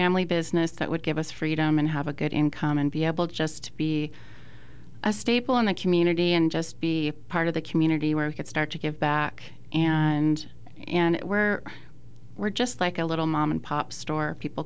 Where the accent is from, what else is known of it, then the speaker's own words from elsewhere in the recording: Washington, United States; now in Arizona, United States; So I'm a native from Washington State, but I moved to Arizona in 2019.